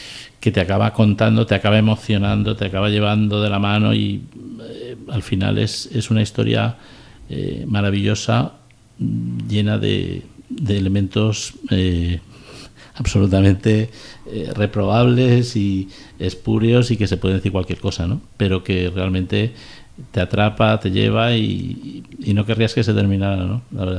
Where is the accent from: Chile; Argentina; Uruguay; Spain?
Spain; Barcelona, Catalonia; born there; moved away; yo de niño vivía en Barcelona, yo aprendí catalán